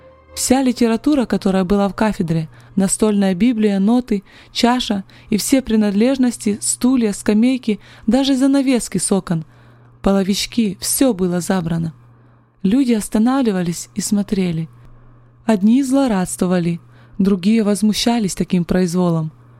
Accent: Kremenchuk, Poltava Oblast, Ukraine; Я сама с Украины, город Кременчуг, Полтавской области.

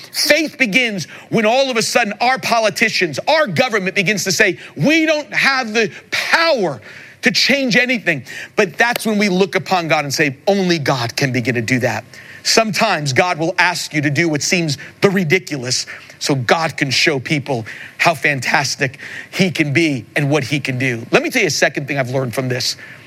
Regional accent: Long Island, New York, United States; I grew up in Long Island, New York

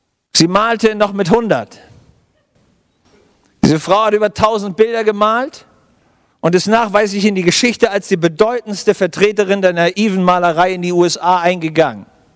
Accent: Germany

